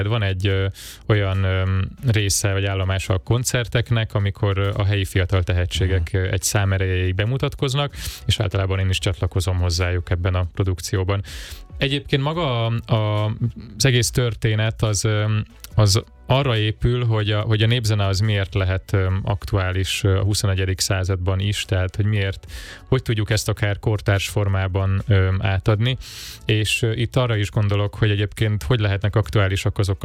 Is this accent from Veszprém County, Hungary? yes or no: no; Zala, Hungary; mert hogy Novan Lentitől 10 kilométerre töltöttem a gyerekkorom, Lentibe jártam általános iskolába